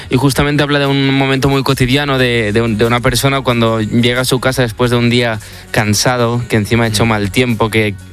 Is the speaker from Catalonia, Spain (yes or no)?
yes; Barcelona, Catalonia, Spain; Y para la gente que quizás no le suene mi nombre o mis canciones, pues nada, yo soy un chico de Barcelona